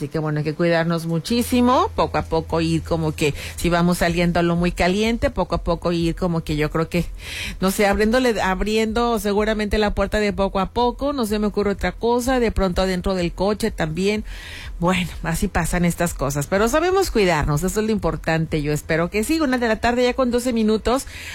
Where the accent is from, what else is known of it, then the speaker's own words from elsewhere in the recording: Colima, Mexico; bueno, de allá de donde yo soy, por aquellos rumbos, sobre todo lo que es el occidente, Guadalajara, el Bajío, Colima, bueno, mi Colima del corazón.